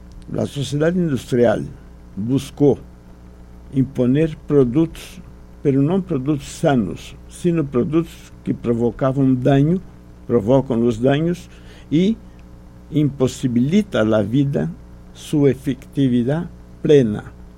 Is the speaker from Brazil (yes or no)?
yes; Brazil; Spanish is a second language; Vamos ver que yo hablo un castellano un poco raro porque soy brasileño.